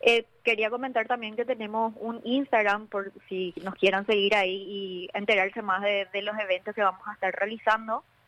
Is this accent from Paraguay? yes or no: yes; Paraguay; tuvimos nosotras acá como paraguayas buscar en bibliotecas, museos, en el Archivo del Terror